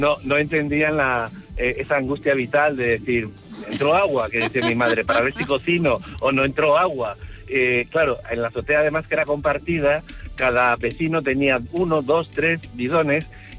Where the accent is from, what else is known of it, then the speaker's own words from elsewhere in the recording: Las Palmas de Gran Canaria, Canary Islands, Spain; born there; now in Santiago de Compostela, Spain; llamo desde Santiago, pero yo soy canario, de Las Palmas de Gran Canaria, y nací en los 60.